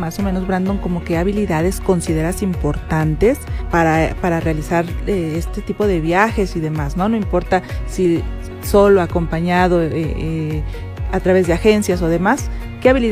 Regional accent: Mexico; al menos como mexicanos, creo yo, cuando estamos en un país extranjero, lo que más extrañamos siempre va a ser el sabor picoso

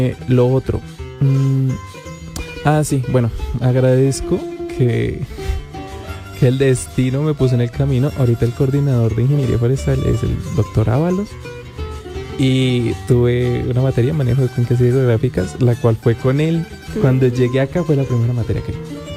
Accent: Colombia; Pues depende más de la altura, pero de donde yo soy, o sea, no es tan exagerado

